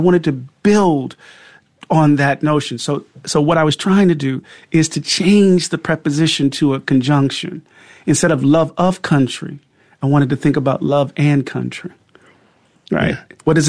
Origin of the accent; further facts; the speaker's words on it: Mississippi, United States; I'm from Mississippi.